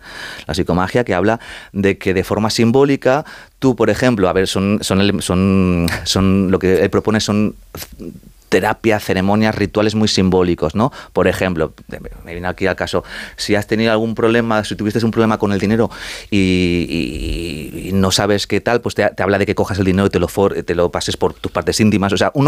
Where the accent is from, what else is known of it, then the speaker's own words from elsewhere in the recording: Community of Madrid, Spain; O sea, estoy muy dividido porque aparte te he dicho ya que soy madrileño